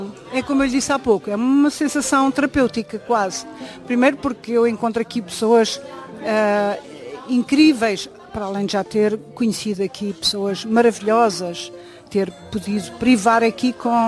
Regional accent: Santarém, Portugal; àquilo que eu vivenciei e aquilo que eu vi quando era menina e moça em Santarém.

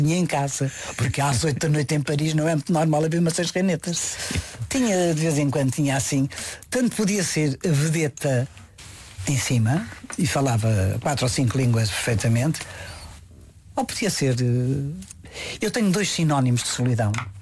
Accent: Lisbon, Portugal; A minha infância foi passada nos Olivais.

